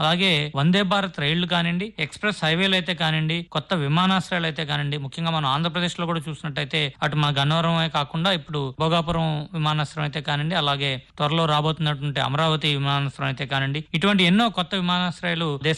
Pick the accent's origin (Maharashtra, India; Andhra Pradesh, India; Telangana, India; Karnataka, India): Andhra Pradesh, India; మా స్వగ్రామం అయినటువంటి మరిబంధం ఊరిని